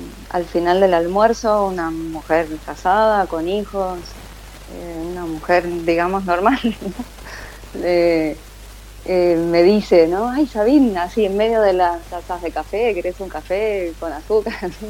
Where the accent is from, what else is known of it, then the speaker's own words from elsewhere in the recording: Buenos Aires, Argentina; born there; also born or lived in France; Soy argentina, soy de acá de Buenos Aires, aunque de mí... viví en el campo, viví en la provincia hasta los 7 años.